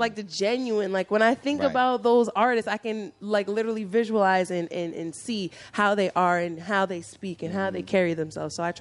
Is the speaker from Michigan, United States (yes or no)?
no; New York, United States; I think it's a dope place if you really want to escape from all the noise.